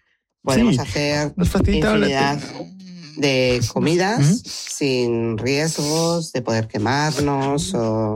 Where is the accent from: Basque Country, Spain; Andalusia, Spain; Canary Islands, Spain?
Basque Country, Spain